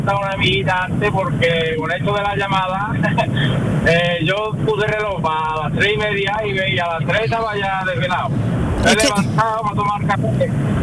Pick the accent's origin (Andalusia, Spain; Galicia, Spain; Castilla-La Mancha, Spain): Andalusia, Spain; Lora del Río; now in La Luisiana, Spain; Yo soy nativo de Lora del Río y mi pueblo adoptivo es la Luisiana. Soy partido por la mitad.